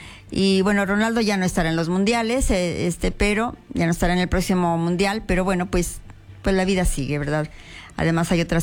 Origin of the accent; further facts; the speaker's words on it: Mexico; yo también soy mexicana